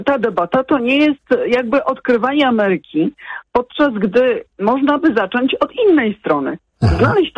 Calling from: Warsaw, Masovian Voivodeship, Poland; Ja mieszkam w Warszawie

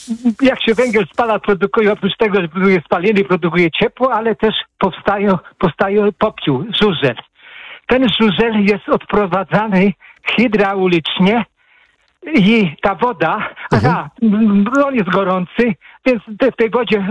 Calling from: Płock, Masovian Voivodeship, Poland; Ja jestem z Płocka

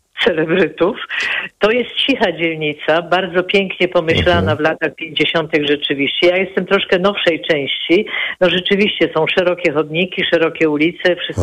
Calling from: Kraków, Lesser Poland, Poland; ja mieszkam w tej dzielnicy, o której powiedział jeden ze słuchaczy, Nowej Huty, to jest unikatowa dzielnica. Tak się ją nazywa troszkę rubasznie, że to jest sypialnia Krakowa

